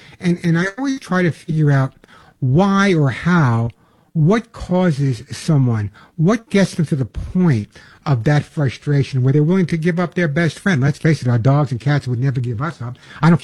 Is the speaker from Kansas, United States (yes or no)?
no; Long Island, New York, United States; She lived on Long Island, where I'm originally from. I know I got rid of my accent, but originally from Long Island.